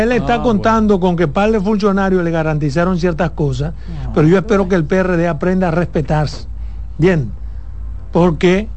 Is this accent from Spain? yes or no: no; Pedernales, Dominican Republic; yo, que soy de Pedernales, que conozco a Rafaelín, lo conozco.